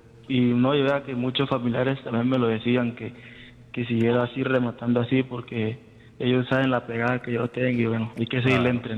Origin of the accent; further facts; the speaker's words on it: Apartadó, Antioquia, Colombia; Yo soy de Apartado, Antioquia.